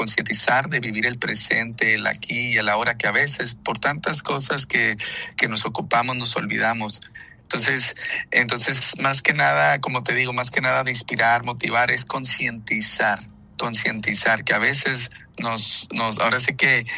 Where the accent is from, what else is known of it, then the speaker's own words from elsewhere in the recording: Mexicali, Baja California, Mexico; now in San Diego, United States; soy de Mexicali originalmente, pues imagínate, estoy recordándome de mis raíces, mucho calor, jamás había sentido ese calor por acá en San Diego tan fuerte, que ahorita estoy precisamente en el parque caminando